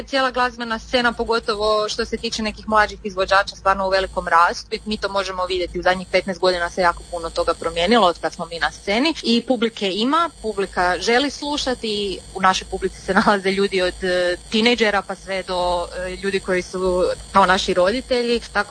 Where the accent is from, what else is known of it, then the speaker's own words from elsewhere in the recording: Zagreb, Zagreb County, Croatia; Mi smo duo iz Zagreba, dugo se bavimo glazbom